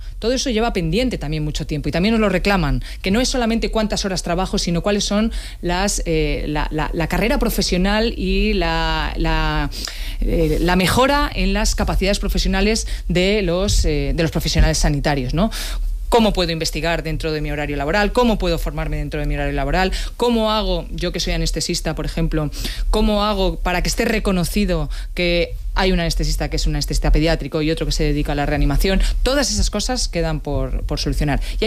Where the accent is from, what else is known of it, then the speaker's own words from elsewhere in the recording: Community of Madrid, Spain; cosa que a mí me interpela en primer orden como ministra y como madrileña